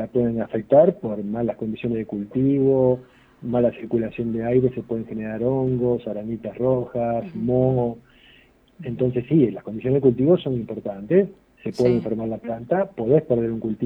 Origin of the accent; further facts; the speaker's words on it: Luján, Buenos Aires Province, Argentina; Soy de Luján, Buenos Aires. Venimos actualmente de Pringles, donde es mi señora, venimos juntos en familia.